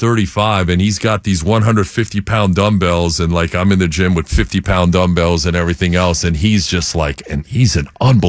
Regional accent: Bronx, New York, United States; born there; Yeah, I was born in the Bronx.

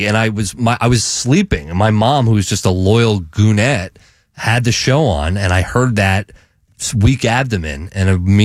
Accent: Sarasota, Florida, United States; now in Tampa, United States; because I grew up in Sarasota and spent the majority of my life in Sarasota. And I always thought, like, I looked at myself as a Sarasotian.

